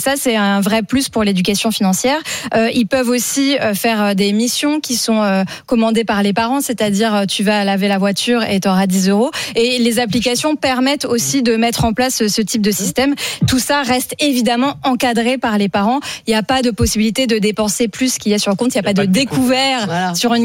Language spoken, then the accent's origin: French; Normandy, France; je suis normande.